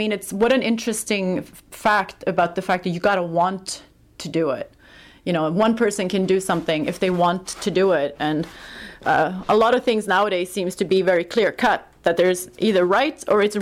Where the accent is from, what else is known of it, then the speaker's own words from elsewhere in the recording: Sweden; moved away as an adult; now in Canada; I grew up in Sweden, I've spent the last nearly 20 years here in Canada, and it's completely different experience, and I mean, I'm a white person